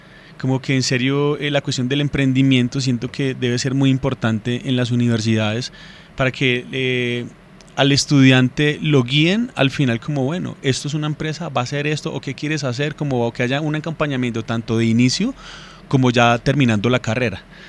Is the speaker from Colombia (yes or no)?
yes; Colombia; mi país, a Colombia. Soy colombiano